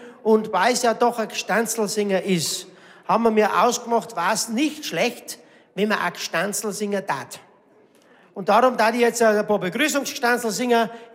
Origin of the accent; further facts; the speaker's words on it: Bavaria, Germany; accent: Upper Palatinate; Und jetzt sage ich es auf Oberpfälzisch, weil ich bin ein Oberpfälzer.